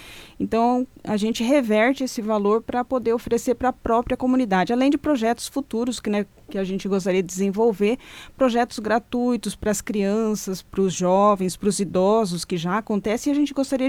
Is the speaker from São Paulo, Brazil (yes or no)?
yes; Guarujá, São Paulo, Brazil; eu morei, eu cresci em outro bairro, né, no Guarujá. Então, quando foi para mim me mudar para o Santa Cruz